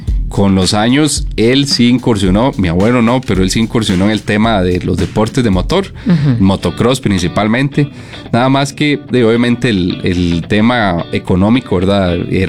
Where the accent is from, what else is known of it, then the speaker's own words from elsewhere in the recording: Pérez Zeledón, San José, Costa Rica; Recuerden que nosotros somos de Pérez Celedón, de la zona sur.